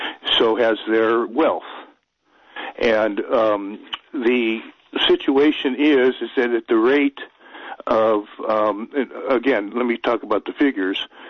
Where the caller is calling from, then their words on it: Castro Valley, California, United States; Castro Valley.